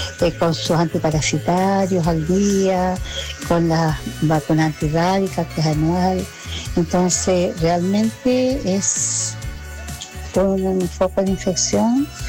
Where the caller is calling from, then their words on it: Chile; Soy vecina acá de la Villa Almagro